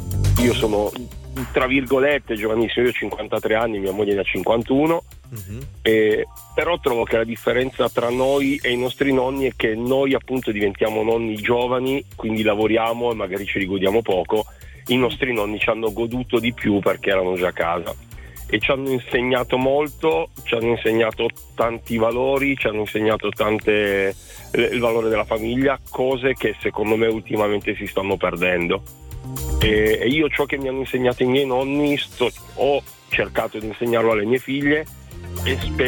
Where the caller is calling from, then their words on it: Rivoli, Piedmont, Italy; Dalla provincia di Torino, Rivoli.